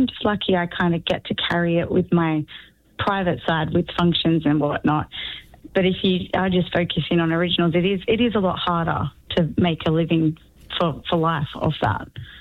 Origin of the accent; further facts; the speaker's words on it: Woolgoolga, New South Wales, Australia; moved away; I grew up in Woolgoolga when I was younger, so I love north.